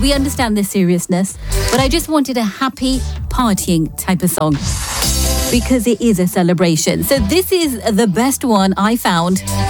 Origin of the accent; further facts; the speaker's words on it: India; And may we all always be proud of where we came from and happily say, yeah, I'm Indian, and what? And let's continue making India a great country.